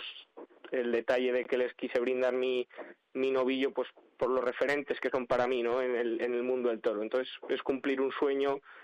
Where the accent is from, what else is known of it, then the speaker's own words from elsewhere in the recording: Soria, Castile and León, Spain; also born or lived in Huerta del Rey; Uno por ser mi pueblo y el otro por ser mi ciudad.